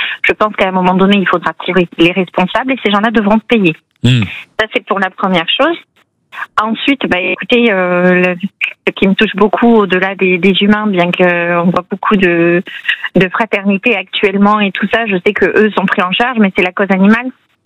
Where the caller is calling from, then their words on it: Pau, Nouvelle-Aquitaine, France; actuellement, je suis de Pau et actuellement je suis au Pays Basque